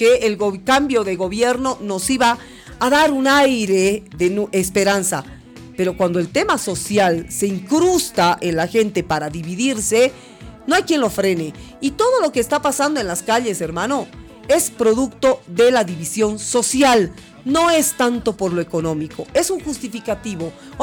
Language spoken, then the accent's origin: Spanish; Bolivia; todos somos bolivianos.